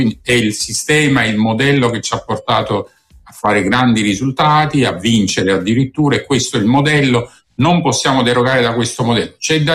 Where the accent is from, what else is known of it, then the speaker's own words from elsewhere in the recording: Naples, Campania, Italy; come napoletani